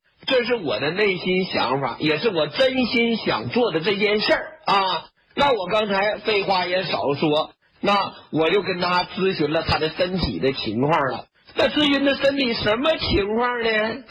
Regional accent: Northeast China, China; also born or lived in Shandong / Guangdong; 你看南腔北调，我是东北人啊。你看我在啊。山东啊，还有这个哎，广东南方待的时间长

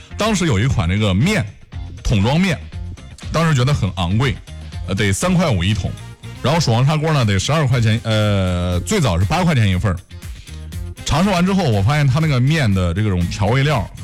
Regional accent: Weishi County, Henan, China; now in Zhengzhou, China; 在我们老家尉迟县，实验中学那个上坡那条街呢叫新民街

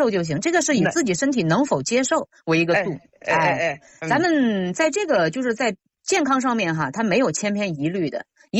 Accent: Sichuan, China; 咱们四川人说的就是家门。

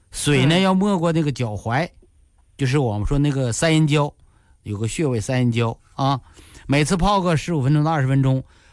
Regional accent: Northeast China, China; accent: Northeastern Mandarin; 就是我们东北话叫玻璃盖膝盖

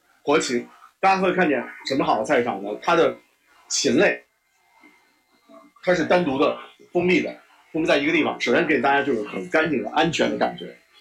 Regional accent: Henan, China; 咱们河南人喜欢吃面啊，喜欢吃面。

